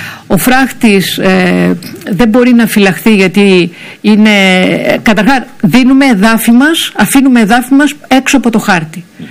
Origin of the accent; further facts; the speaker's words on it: Orestiada, Eastern Macedonia and Thrace, Greece; εγώ που πήγαινα στο γυμνάσιο, στο Μικτόν Γυμνάσιο Ορεστιάδος